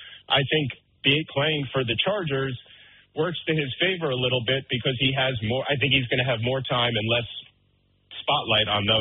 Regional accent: New York, United States; I'm as I said earlier in this, I'm a New Yorker

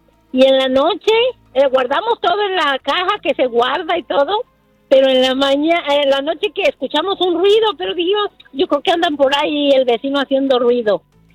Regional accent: Aguascalientes, Mexico; Somos paisanos, somos de Aguascalientes también.

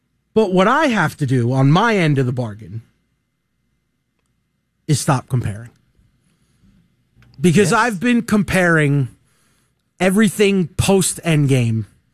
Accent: New York, United States; now in Atlanta, United States; I grew up in New York.

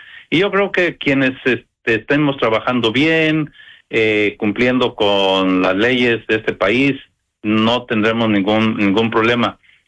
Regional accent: Mexico; now in Dallas, United States; en el caso, pues, como mexicanos

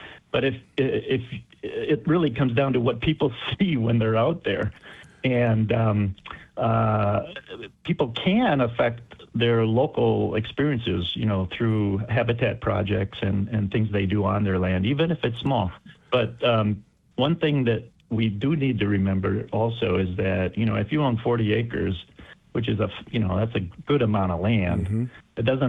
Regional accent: Racine County, Wisconsin, United States; I grew up in Racine County.

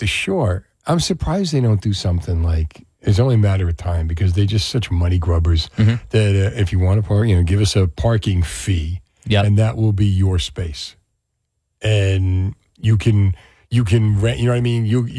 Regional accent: Union City, New Jersey, United States; when I was growing up in Union City

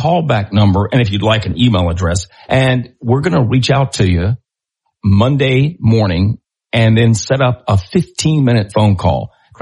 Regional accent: Irwinville, Georgia, United States; I grew up in Irwinville, and when my dad got ready to build Faith Church on Highway 190

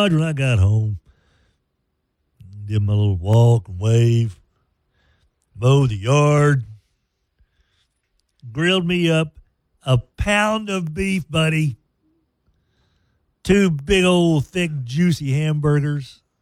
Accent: Texas, United States; Yeah, I'm fancy. I'm fancy Texan.

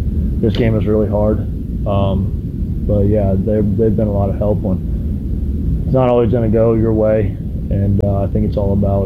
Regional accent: the South, United States; we're two dudes from the South

